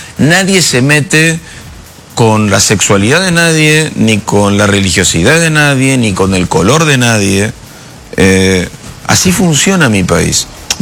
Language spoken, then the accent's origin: Spanish; Argentina; el nivel de comunidad que eso genera en mi país es una cosa hermosa